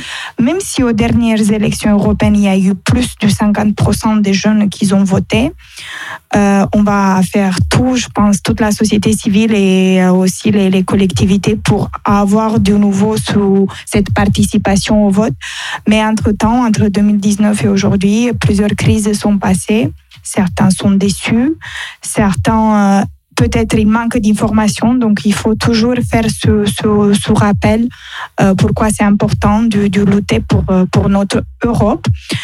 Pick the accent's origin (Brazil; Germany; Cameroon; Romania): Romania; French is a second language; moved away as an adult; now in France; moi je suis Roumaine, par exemple, je vis en France depuis presque 8 ans